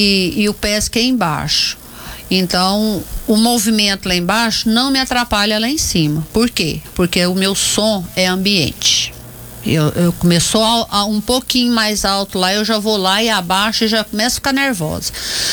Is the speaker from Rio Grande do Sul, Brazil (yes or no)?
no; Morrinhos, Goiás, Brazil; now in Anápolis, Brazil; Nascida e criada lá.